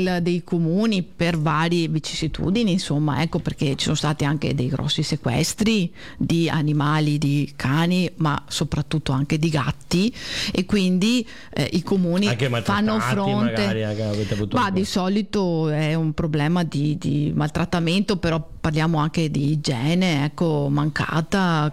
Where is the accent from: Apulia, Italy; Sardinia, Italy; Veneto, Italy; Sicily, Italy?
Veneto, Italy; Castelfranco Veneto; Io sono originaria di Castelfranco Veneto